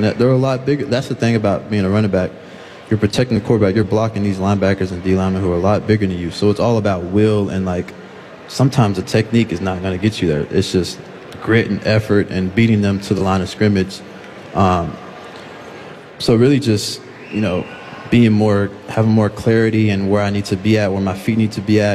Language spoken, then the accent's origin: English; Texas, United States; moved away as an adult; So to leave my hometown of Texas and go all the way to the Midwest was very uncomfortable for me and my family